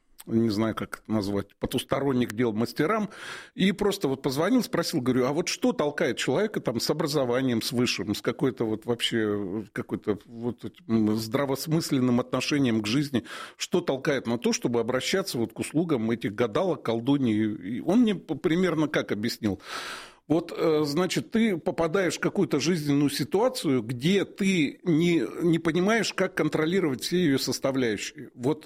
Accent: Siberia, Russia; я из Сибири родом

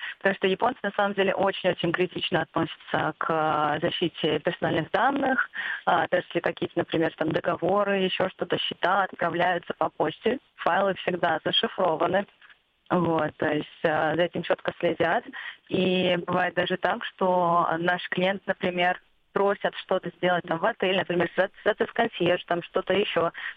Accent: Russia; Я открыто говорю, что я из России, и, ну, так как я говорю по-японски

